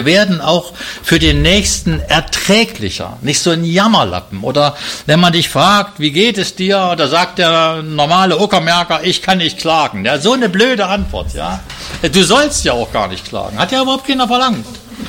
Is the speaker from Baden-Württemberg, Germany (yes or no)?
no; Jena, Thuringia, Germany; Ich fahre ab und zu die A4, komme an meiner alten Heimatstadt vorbei, Jena.